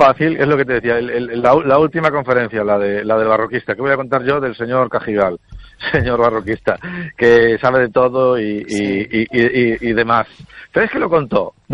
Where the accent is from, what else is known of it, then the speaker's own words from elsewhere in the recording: Galicia, Spain; qué bonita es mi tierra